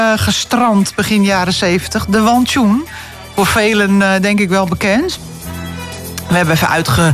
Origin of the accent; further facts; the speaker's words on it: Castricum, North Holland, Netherlands; also born or lived in Heemskerk; Mijn moeder moest naar de kraamkliniek in Heemskerk. Maar Ik ben wel Castricumse.